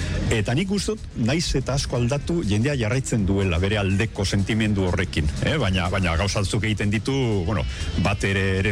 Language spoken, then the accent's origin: Basque; Basauri, Basque Country, Spain; also born or lived in Vitoria-Gasteiz; now in Arbizu, Spain; ni izater Basaurikoa naiz, herri industrial nahiko handia, Gasteizen bizi izan nintzen beste hainbat urtetan, eta ja badara matzat urte batzuk Arbizun herri txiki euskaldun lasai baten bizitzen